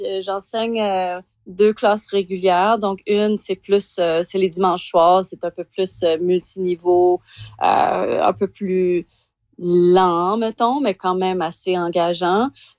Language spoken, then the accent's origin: French; Calgary, Alberta, Canada; moved away as an adult; also born or lived in Quebec City; Je suis retournée en Alberta parce que je suis originaire de Calgary.